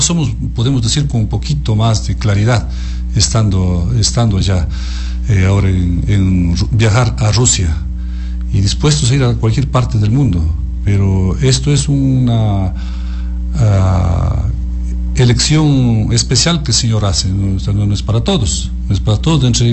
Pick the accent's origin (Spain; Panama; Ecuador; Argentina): Ecuador; moved away as an adult; now in Siberia, Russia; nosotros una familia como familia ecuatoriana